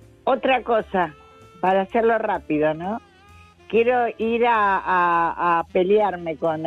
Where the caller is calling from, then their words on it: Hurlingham, Buenos Aires Province, Argentina; soy de Hurlingham.